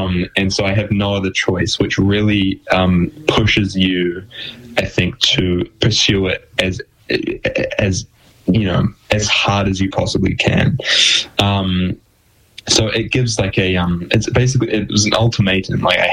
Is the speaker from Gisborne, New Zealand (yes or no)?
yes; Gisborne, New Zealand; I was known as the drawing kid, which like isn't, you know, as a child in Gisborne isn't like the most the coolest title to have.